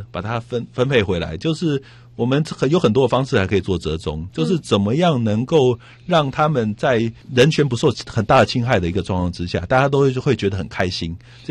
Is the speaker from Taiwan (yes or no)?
yes; Taiwan; 那所以说有些日本人甚至也还是会羡慕我们台湾人哦，因为我们台湾是完全是以这个就是重建为主导的，